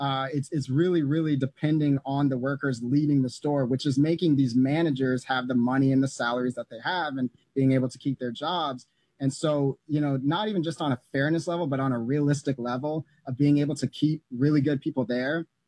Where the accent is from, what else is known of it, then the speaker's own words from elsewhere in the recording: Atlanta, Georgia, United States; now in White Plains, United States; here in White Plains, you know, I'm from Atlanta, so I'm not used to snow.